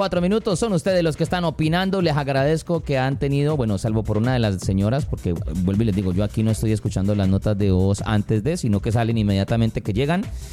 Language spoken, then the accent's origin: Spanish; Colombia; porque pues siento que como colombianos podemos opinar sobre el tema